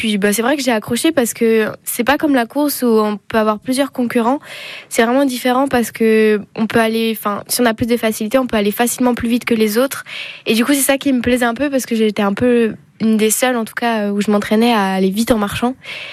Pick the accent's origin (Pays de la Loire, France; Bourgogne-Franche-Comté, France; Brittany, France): Bourgogne-Franche-Comté, France; Je viens de Doran, le petit village dans le territoire de Belfort, et j'ai 19 ans, bientôt 20